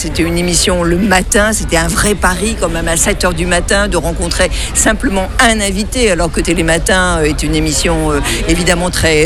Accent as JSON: {"language": "French", "region": "Brittany", "country": "France"}